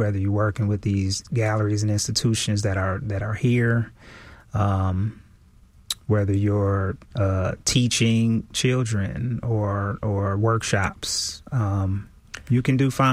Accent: Milwaukee, Wisconsin, United States; I was living in my hometown, Milwaukee, Wisconsin.

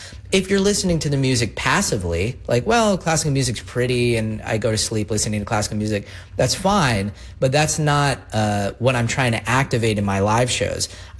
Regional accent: United States; I mean, I'm not from Germany or Vienna. I'm just some American guy who likes classical music.

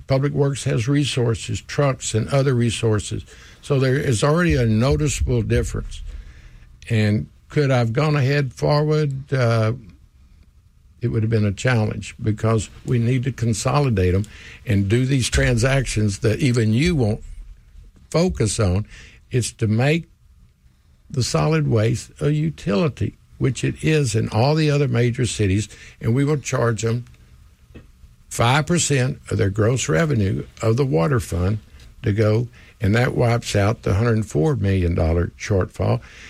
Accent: Houston, Texas, United States; I grew up in Houston.

